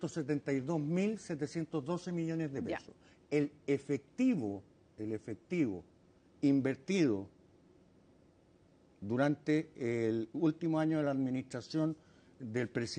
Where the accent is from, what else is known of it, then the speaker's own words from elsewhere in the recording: Basque Country, Spain; Bueno, es que a mí yo soy vasco y los vascos somos buenos para discutir.